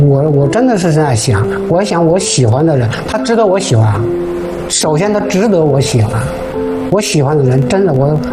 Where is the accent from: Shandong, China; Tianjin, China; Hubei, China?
Tianjin, China; Tanggu; 对，我住在塘沽，土生土长塘沽人，海边上长大。